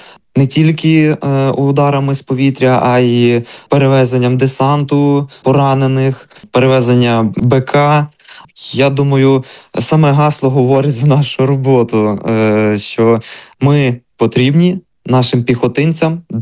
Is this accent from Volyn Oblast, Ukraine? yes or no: yes; Volyn Oblast, Ukraine; Я, як зрозуміло із мого позивного, я із Волині.